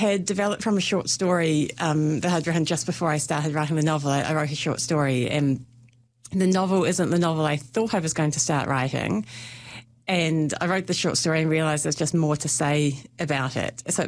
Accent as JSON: {"language": "English", "region": "Auckland", "country": "New Zealand", "tie": "born or raised there", "also_born_or_lived": "Wellington", "moved": "as an adult", "said": "I grew up in Auckland but lived in Wellington for about 17 years."}